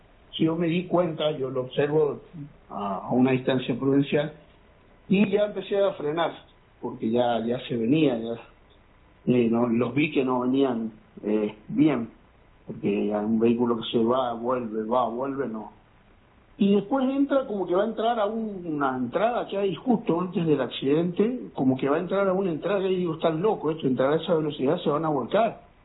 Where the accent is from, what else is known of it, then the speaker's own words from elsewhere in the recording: San Rafael, Mendoza, Argentina; now in Malargüe, Argentina; yo tengo una cámara acá en Malargüe, yo soy de San Rafael, ahora radicado acá en Malargüe.